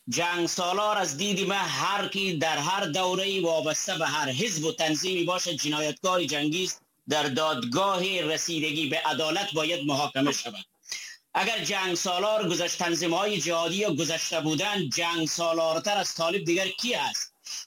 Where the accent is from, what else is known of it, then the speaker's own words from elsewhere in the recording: Badakhshan, Afghanistan; ببین، من از بدخشان هستم،